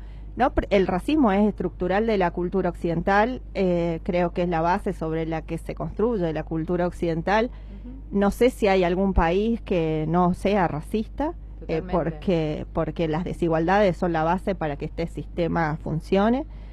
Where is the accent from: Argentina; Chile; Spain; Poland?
Argentina